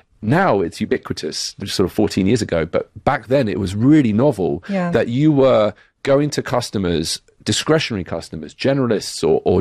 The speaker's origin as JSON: {"language": "English", "country": "United Kingdom", "accent": "British", "said": "Oh, I thought you were going to say, well, it's my British accent that makes me sound more."}